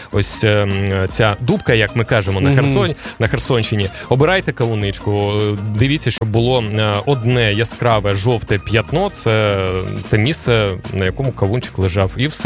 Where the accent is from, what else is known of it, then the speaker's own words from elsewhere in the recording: Kherson, Kherson Oblast, Ukraine; я, як херсонець, можу порекомендувати обирати кавуничку, а не кавунчика.